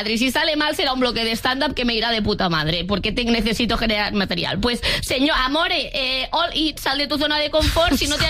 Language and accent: Spanish; Andalusia, Spain; Aquí sí que soy andaluza.